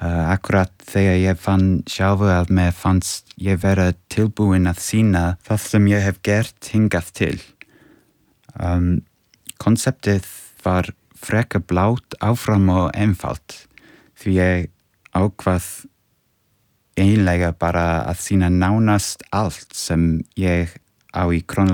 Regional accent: England, United Kingdom; Icelandic is a second language; now in Iceland; Ég ólst upp á Englandi en ég hef búið á Íslandi síðustu 10 ár. Kom hingað því ég var að vinna með

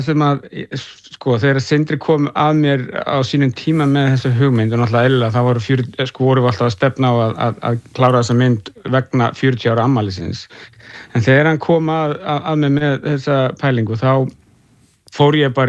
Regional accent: Reykjavík, Capital Region, Iceland; born or raised there

